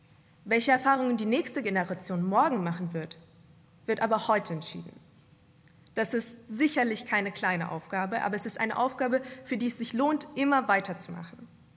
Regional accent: Saxony, Germany; wie viele unterschiedliche Veranstaltungen wir in diesem Jahr überall im Freistaat in meiner Heimat haben.

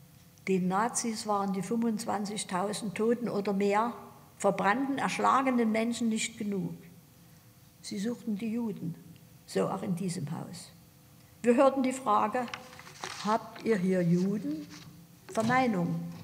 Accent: Dresden, Saxony, Germany; fühle ich mich der jüdischen Gemeinde Dresden und meiner Heimatstadt sehr verbunden

